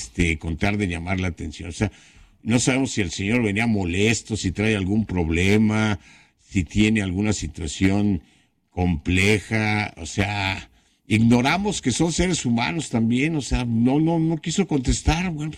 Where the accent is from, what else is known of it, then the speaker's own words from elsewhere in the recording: Mexico; moved away; el querer saber por qué salí de México, pues es una situación muy privada